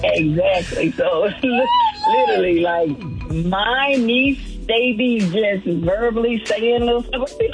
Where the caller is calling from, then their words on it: Georgia, United States; I am calling from Millerica, Georgia.